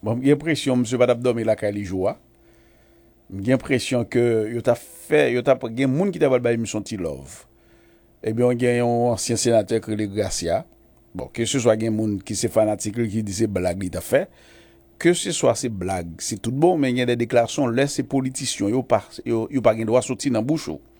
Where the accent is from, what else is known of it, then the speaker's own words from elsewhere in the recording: Haiti; C'est comme si on est haïtien, mais on n'est pas fier d'être haïtien.